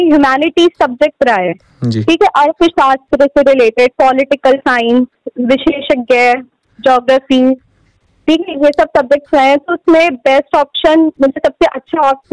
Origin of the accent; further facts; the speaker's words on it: Rampur, Uttar Pradesh, India; और मैं रामपुर से हूँ।